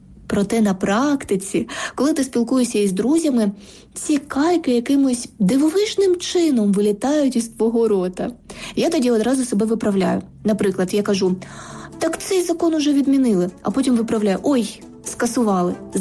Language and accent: Ukrainian; Donetsk Oblast, Ukraine; Я виросла в Донецькій області і більшість часу розмовляла саме російською.